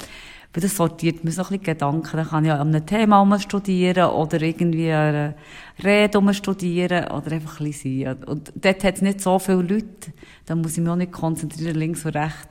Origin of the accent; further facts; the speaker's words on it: Thun, Bern, Switzerland; Ja, ich finde Thun wunderschön, also es ist meine Heimat.